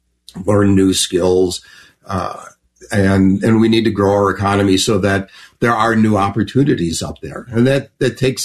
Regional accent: Chicago, Illinois, United States; now in Lakeville, United States; I grew up in Chicago and I'm used to the whole L system

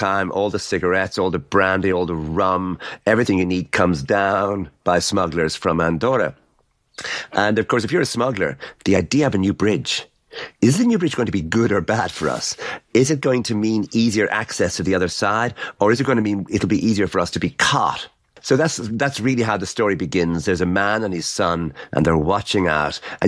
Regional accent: Ireland; Because I'm Irish, so many of the things that were happening were so close to things that had happened in Ireland in the years leading up to independence.

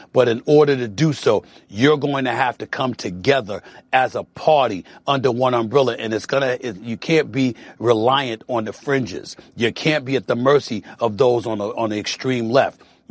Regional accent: New York, United States; I'm here to tell you as a New Yorker that Andrew Cuomo, a three-term governor in the state of New York, could have easily handled the job of governing New York City as its mayor.

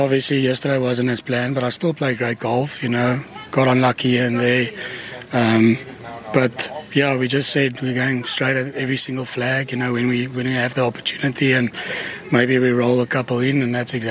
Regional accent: South Africa; I'm South African, we're aggressive.

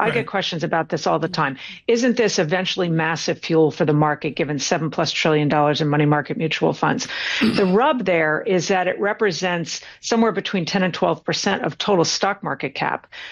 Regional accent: Norway; I went to my home country, Tom. I went to Norway.

